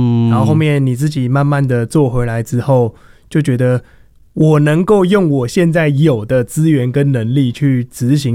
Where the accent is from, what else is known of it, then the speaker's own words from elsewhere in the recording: Taipei, Taiwan; also born or lived in Changhua; 那个其实就是以前在彰化出生，跟着家人一起，然后之后就来台北发展，然后就是家人来台北发展，然后就跟着到台北